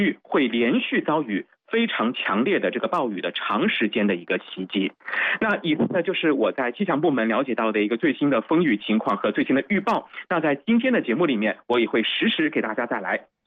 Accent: Yueqing, Zhejiang, China; now in Hangzhou, China; 因为我的老家在乐清

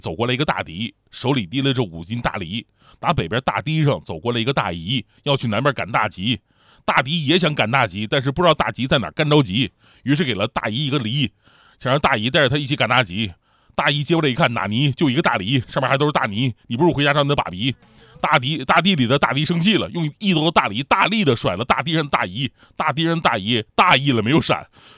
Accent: Northeast China, China

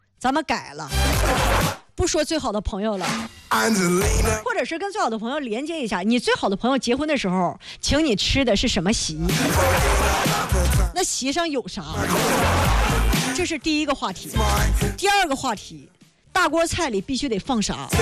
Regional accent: Gaocheng, Hebei, China; 我是藁城人

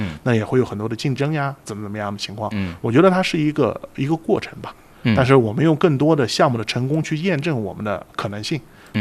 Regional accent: China; moved away; 我可能一年12个月呢，可能也2-3个月都会在国内，因为要过年嘛

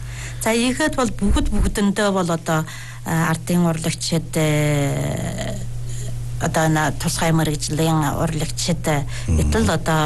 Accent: Inner Mongolia, China

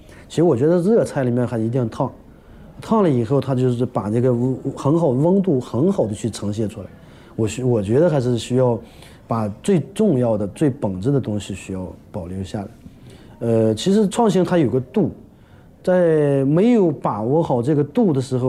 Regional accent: Northwest China, China; born or raised there; moved away

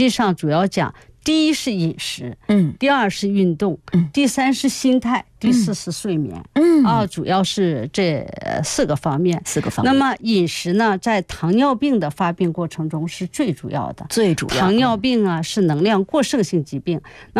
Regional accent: China; 而我们中国人恰恰是以餐后血糖高为主

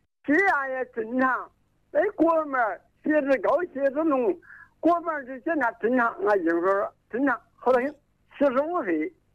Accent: China; 我是中乡市南湖刘桥山的，

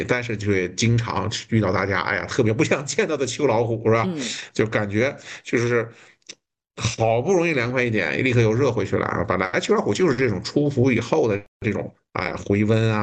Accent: Shenyang, Liaoning, China; 作为一个东北人，作为一个沈阳人

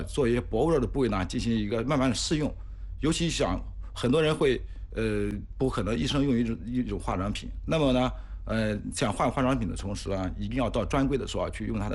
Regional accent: China

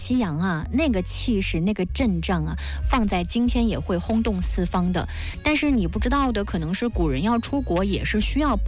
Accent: Zhenjiang, Jiangsu, China; 我的家乡镇江

